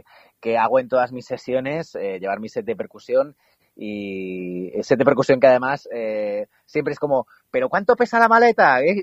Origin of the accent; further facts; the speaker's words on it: Vitoria, Basque Country, Spain; born there; sí que nací en Vitoria un poco de rebote porque mi padre estaba destinado allí trabajando en la radio.